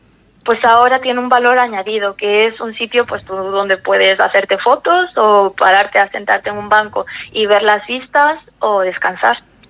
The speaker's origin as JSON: {"language": "Spanish", "town": "Vigo", "region": "Galicia", "country": "Spain", "moved": "as an adult", "lives_now": "A Coruña, Spain"}